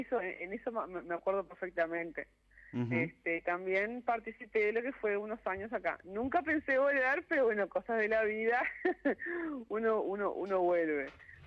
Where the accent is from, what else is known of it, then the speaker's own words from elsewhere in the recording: Montevideo, Uruguay; born there; also born or lived in Tranqueras; Yo soy nacida en Montevideo, pero una época de mi adolescencia, yo no sé si te conté, Fabricio, yo vivía acá en Tranqueras, viví unos años en Tranqueras.